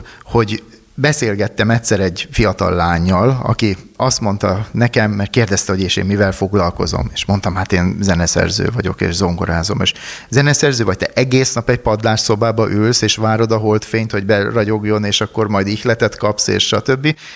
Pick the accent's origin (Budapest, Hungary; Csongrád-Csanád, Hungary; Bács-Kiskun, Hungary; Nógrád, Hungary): Nógrád, Hungary; Balassagyarmat; born there; balassagyarmati születésű vagyok